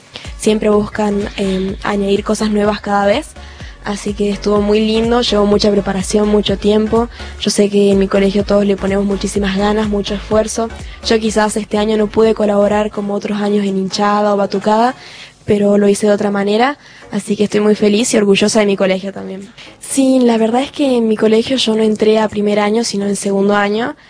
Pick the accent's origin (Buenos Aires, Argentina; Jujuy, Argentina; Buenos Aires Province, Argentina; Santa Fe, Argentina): Jujuy, Argentina; La idea es quedarme acá en Jujuy, amo a Jujuy, es mi tierra y yo no me podría ir de acá, la verdad.